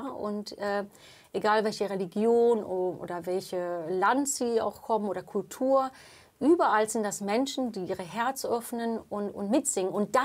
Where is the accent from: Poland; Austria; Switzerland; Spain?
Spain; first language English; German is a second language; moved away; also born or lived in France; ich habe einen irischen Passport, aber ich bin in Spanien